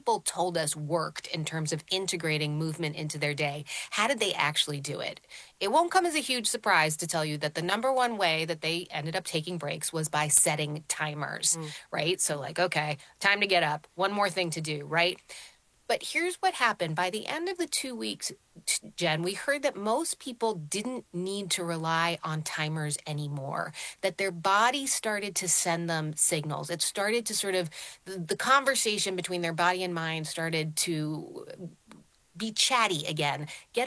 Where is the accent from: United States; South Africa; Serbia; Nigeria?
United States; for me, I think growing up in the United States, we're so focused on organized sports, and I was never a particularly athletic kid